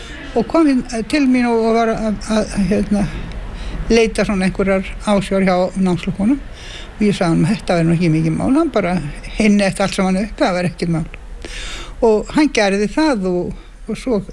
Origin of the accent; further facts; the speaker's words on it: Reykjavík, Capital Region, Iceland; Nei, ég ólstu upp í Laugarásnum.